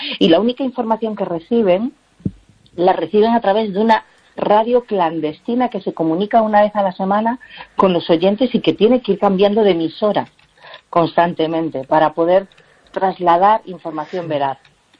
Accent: Galicia, Spain; Yo digo, bueno, los que somos muy gallegos, ¿no?

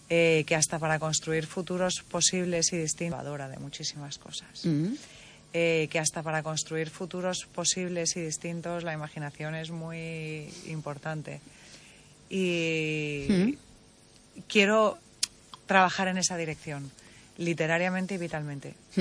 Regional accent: Cádiz, Andalusia, Spain; Que yo soy de Cádiz, y Cádiz, mm, y Vigo tienen muchas cosas en común

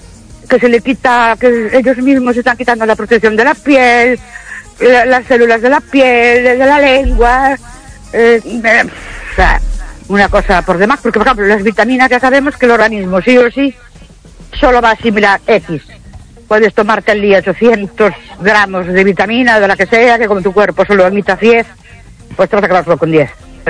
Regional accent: Ourense, Galicia, Spain; Buenas noches … de Orense.

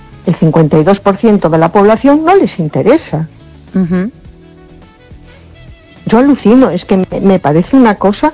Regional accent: A Coruña, Galicia, Spain; Hola, buenas noches. … de Coruña.

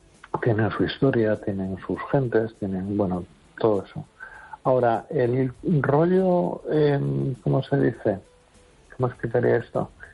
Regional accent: Las Palmas de Gran Canaria, Canary Islands, Spain; A ver, yo, con todo mi respeto, soy pueblo canario. Yo en las Canarias, en la Palma de Gran Canaria

